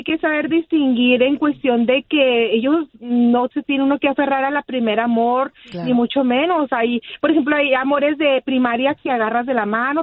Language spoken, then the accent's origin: Spanish; Chihuahua, Mexico; Yo soy de Chihuahua. Chihuahua.